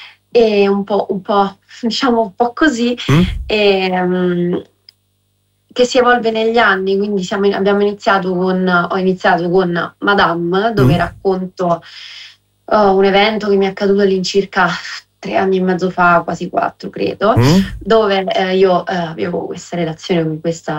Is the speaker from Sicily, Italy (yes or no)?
no; Formia, Lazio, Italy; Io sono del Lazio, a Fornia, fra Gaeta e Scauri, Sperlonga, quelle zone lì.